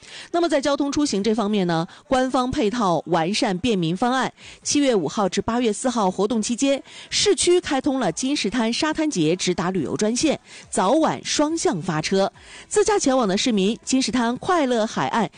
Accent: Dalian, Liaoning, China; 用咱大连的本土方言形容叫撇了撇了的

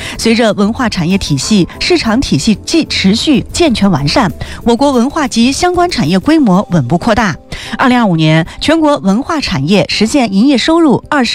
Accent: Xinjiang, China

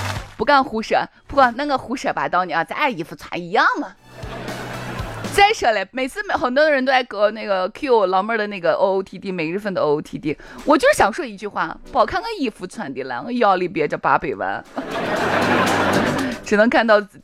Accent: Xi'an, Shaanxi, China; 我们老家在秦镇这一带，快到户县了啊。我们那一带呢，说的婆就是俺奶。

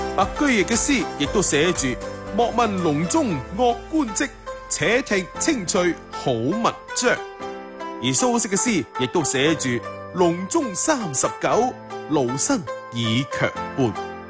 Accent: Xinhui, Guangdong, China; accent: Xinhui; 可以用嚟做我哋广东话论尽，即系新会话论尽嘅注脚。所以我哋新会话讲嘅论尽

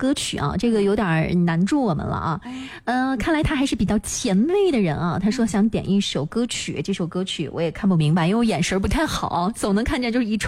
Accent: Shanxi, China

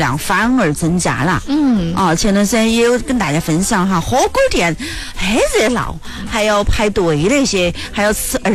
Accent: Northeast China, China; 我说我是东北的

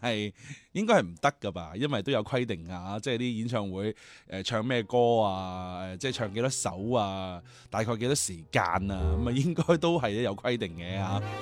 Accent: Guangdong, China; 我哋广东人

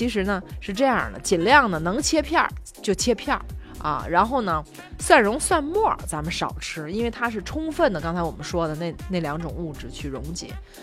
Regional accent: China

